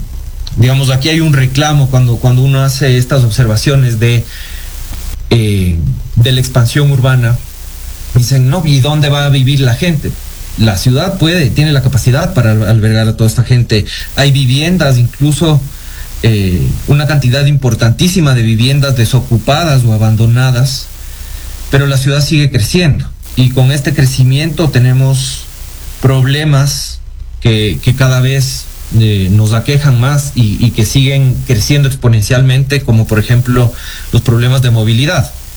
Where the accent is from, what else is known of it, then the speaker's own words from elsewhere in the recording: Quito, Pichincha, Ecuador; como ciudadanos, como quiteños